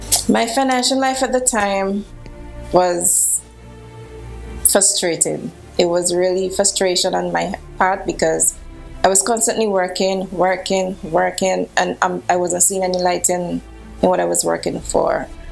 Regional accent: Antigua & Barbuda; I am from Antigua and Barbuda.

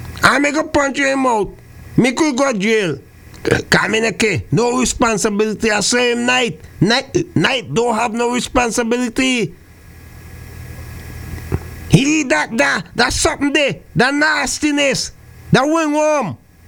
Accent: St. Vincent & Grenadines; now in Antigua and Barbuda; St. Vincent and the Grenadines is my hometown.

